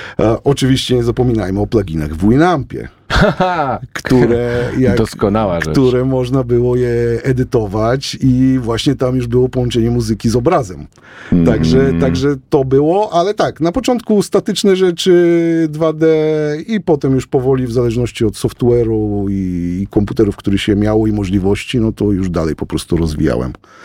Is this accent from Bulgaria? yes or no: yes; Pernik, Pernik Province, Bulgaria; now in Mińsk Mazowiecki, Poland; urodziłem się w Bułgarii, obok Sofii, miejscowości Pernik i tam spędziłem pierwszą połowę swojego życia.